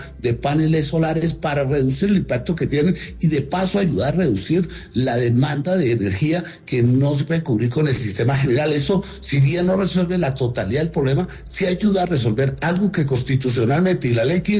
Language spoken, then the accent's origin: Spanish; Colombia; es que como colombianos hacemos una veeduría que esa decisión se haga y se haga correctamente.